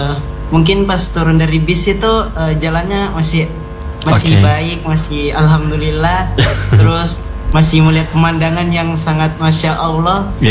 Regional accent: Sorong, Southwest Papua, Indonesia; tapi besar lahir di Sorong.

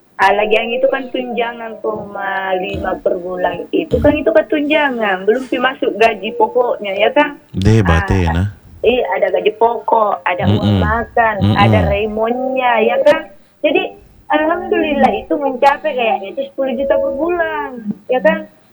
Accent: Soppeng, South Sulawesi, Indonesia; di daerahku ini kan ada gunung

